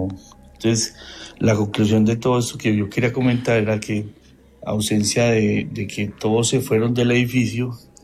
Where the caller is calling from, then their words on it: Pereira, Risaralda, Colombia; Yo vivo en Gama 4, Pinar de Gama, por el estadio del Pereira.